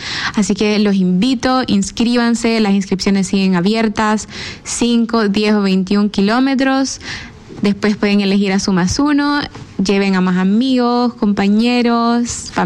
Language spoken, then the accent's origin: Spanish; El Salvador; Yo soy de El Salvador, sí.